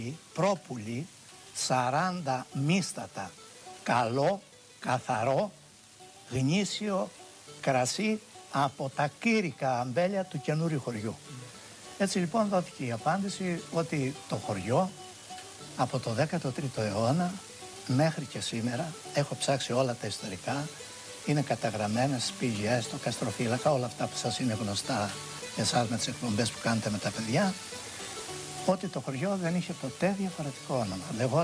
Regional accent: Kainourio Chorio, Crete, Greece; born or raised there; also born or lived in Heraklion

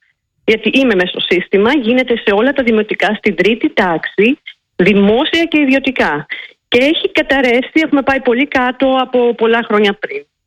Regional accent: Xylokastro, Peloponnese, Greece; moved away; Από το Ξυλόκαστρο.

